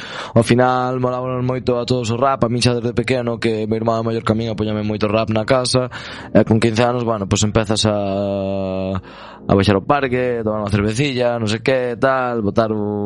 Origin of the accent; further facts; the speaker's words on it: Xinzo de Limia, Galicia, Spain; A verdad, eu son de Xinzo, pero meus pais son de Perrelos e de Folgoso, que son dous pueblos do concello de Sarreaos